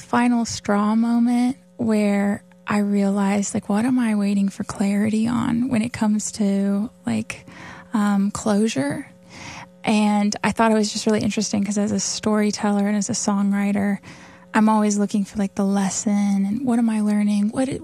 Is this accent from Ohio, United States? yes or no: no; Pendleton, Kentucky, United States; now in Louisville, United States; I grew up in Pendleton, Kentucky, actually.